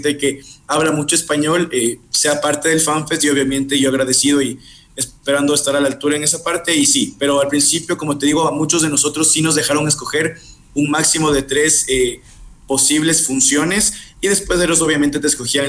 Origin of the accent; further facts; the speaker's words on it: Ecuador; me da mucho orgullo ser ecuatoriano